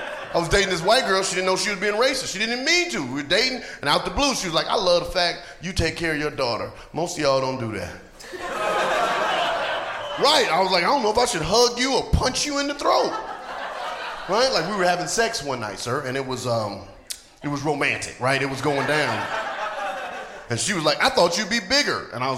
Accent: Atlanta, Georgia, United States; also born or lived in North Carolina; now in California, United States; I'm from the South. I'm from Atlanta, went to school in from North Carolina, went to school in Atlanta.

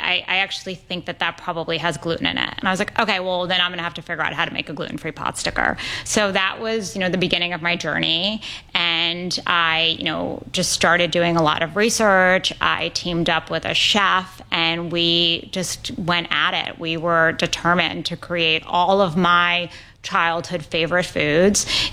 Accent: New York City, New York, United States; I grew up in New York City. My family owned restaurants, and from a very early age, I was a foodie.

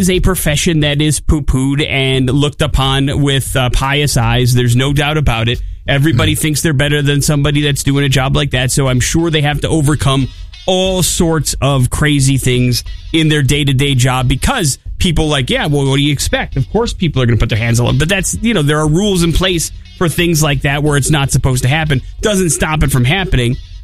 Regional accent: Wisconsin, United States; growing up in Wisconsin

